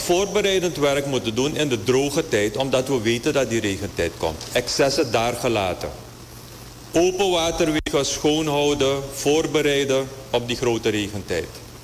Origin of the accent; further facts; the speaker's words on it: Suriname; wij zelf als Surinamers